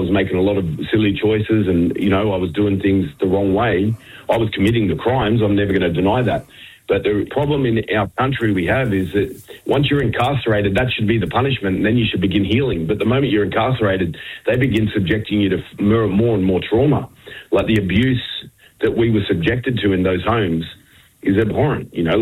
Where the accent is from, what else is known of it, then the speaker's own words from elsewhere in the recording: Sydney, New South Wales, Australia; And I grew up down in Sydney, you know, but I was, you know, nurtured by, you know, predominantly around Redfern, Waterloo and that area growing up.